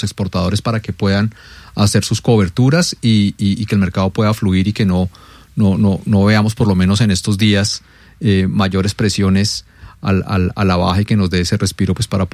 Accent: Colombia; creo que eso era algo en lo que nosotros deberíamos como colombianos unirnos

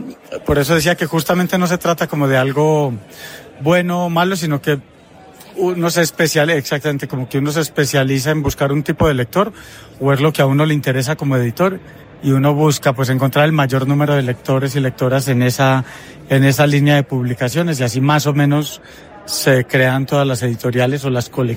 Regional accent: Antioquia, Colombia; moved away as an adult; now in Spain; yo soy muy paisa

